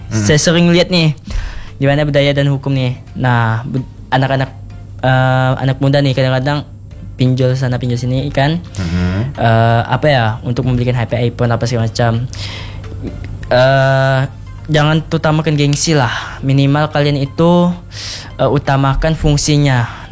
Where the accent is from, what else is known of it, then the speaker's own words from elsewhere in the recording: Indonesia; kita pun lahir di Indonesia